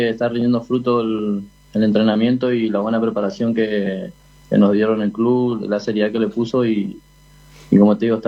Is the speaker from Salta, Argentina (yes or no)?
no; Fontana, Chaco, Argentina; moved away as an adult; now in Paraguay; Soy de Argentina, de Chaco, una localidad que se llama Fontana.